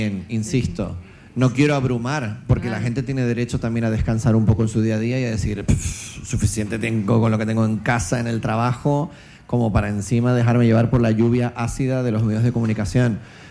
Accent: Canary Islands, Spain; moved away; also born or lived in Latin America; siendo yo un canario que llevo mucho tiempo fuera, pero siendo hijo de gallegos. O sea, soy hijo de pueblos errantes, ¿no? He vivido en América Latina

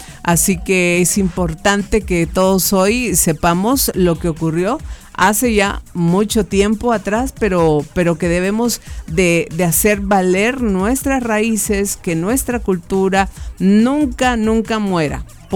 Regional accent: Guatemala

